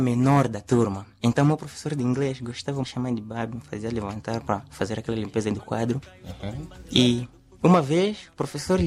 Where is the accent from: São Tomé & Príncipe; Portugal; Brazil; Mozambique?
Mozambique; now in Lichinga, Mozambique; sou moçambicano